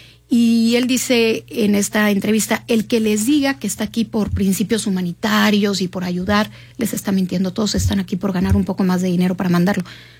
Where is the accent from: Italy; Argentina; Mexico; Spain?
Mexico; Yo creo que eso nos tiende a suceder a los mexicanos cuando pensamos en países quizá como China o como Cuba